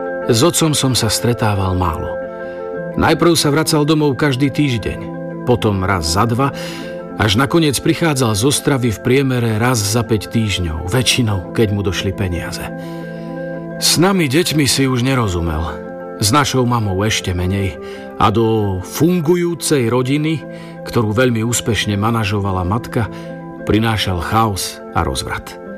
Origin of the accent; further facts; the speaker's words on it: eastern Slovakia, Slovakia; Pochádzam z východného Slovenska.